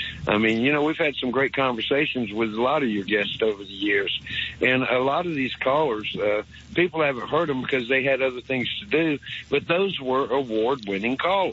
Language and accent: English; United States; I mean, you know, I'm an American, and there's some good football up there.